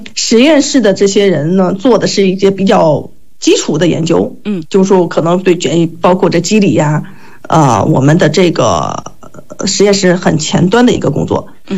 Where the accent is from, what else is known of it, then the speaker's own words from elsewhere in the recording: Shanxi, China; 因为我是山西人